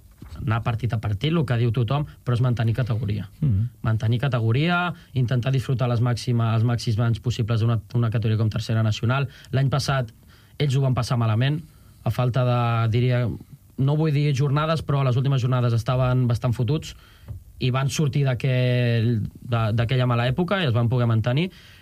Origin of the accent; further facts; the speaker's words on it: Arenys, Catalonia, Spain; el meu poble era Arenys, el meu club era Arenys